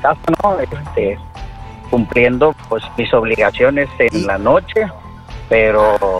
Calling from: Reynosa, Tamaulipas, Mexico; De Reynosa.

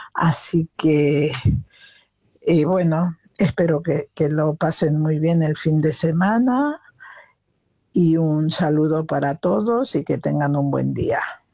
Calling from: Santander, Cantabria, Spain; de Santander, Cantabria.

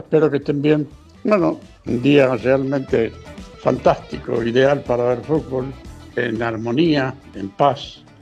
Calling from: Argentina; soy argentino de raíz, de ley

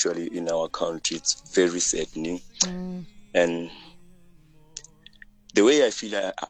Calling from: South Africa; from Kutwanu.

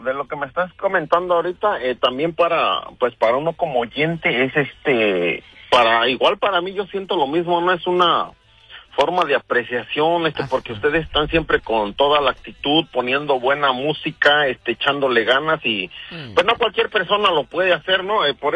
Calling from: San Lorenzo Huitzizilapan, State of Mexico, Mexico; ahí por el rumbo de Santiago Tianquistenco, yo pertenezco. Mi pueblito es un pequeño pueblito, se llama San Lorenzo, Huehuetitlán

